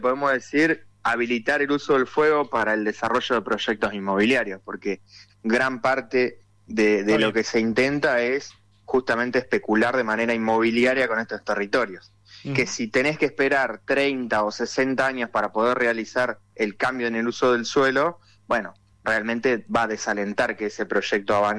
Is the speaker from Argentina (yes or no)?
yes; Argentina